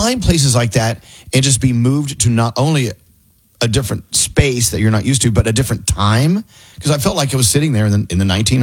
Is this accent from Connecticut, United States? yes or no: no; Texas, United States; I'm from Texas. I'm from the South as well. I mean, I have family members that speak like that.